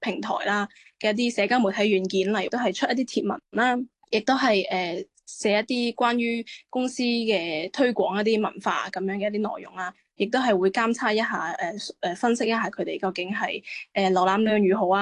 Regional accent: Hong Kong; 咁我因为细个嘅时候咧，就喺幼稚园同埋小学嗰阵都系喺香港居住嘅。咁我其实都算系一个土生土长嘅香港人。咁我目前就系就读于香港城市大学嘅市场营销系嘅二年级。

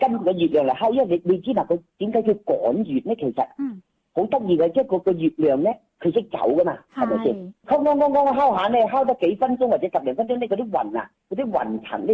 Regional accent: Yangchun, Guangdong, China; now in Shenzhen, China; 我家乡系阳江阳春人。

